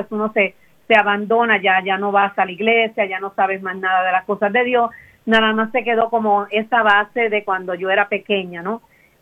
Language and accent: Spanish; Puerto Rico; moved away as an adult; now in United States; Pero lo que mi esposo trabajó, pues en mi país era un poquito difícil encontrar el trabajo, por eso fue lo que nos hizo dar el cambio a Estados Unidos, porque mi esposo pues trabajó para ser mecánico de avión, y entonces en Puerto Rico